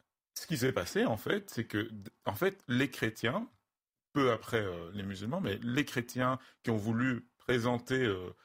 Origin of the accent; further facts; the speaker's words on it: West, Cameroon; first language Bamum; French is a second language; je suis originaire du Cameroun. Je viens d'une région qui a eu sa langue depuis des siècles.